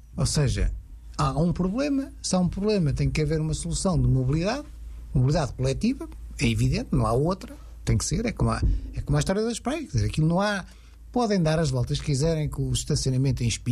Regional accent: Portugal; Eu sou de Portugal, claro, estou a falar de Portugal.

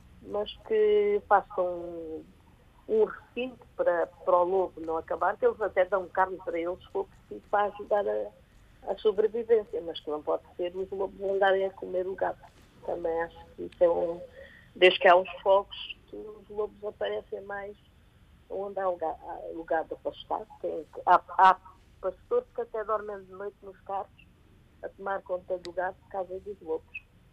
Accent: Alentejo, Portugal; Desde que estou a ouvir, que vim lá do Alentejo.

